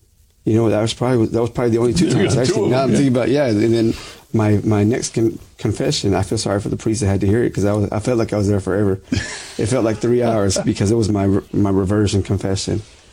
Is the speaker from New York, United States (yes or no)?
no; Fort Worth, Texas, United States; born there; I'm a little bit older than I look. I was born in 1977 in Fort Worth, Texas. Both my parents were Catholic.